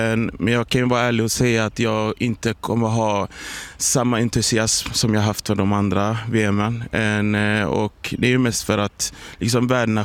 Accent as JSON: {"language": "Swedish", "country": "Somalia", "said": "Som somalier blir jag både ledsen och besviken över det som hände Omar Artan."}